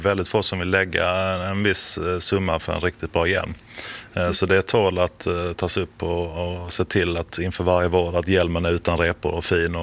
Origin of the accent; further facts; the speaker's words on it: Skåne, Sweden; now in Stockholm, Sweden; det är bättre med hjälmar i Stockholm än i Skåne där jag är från.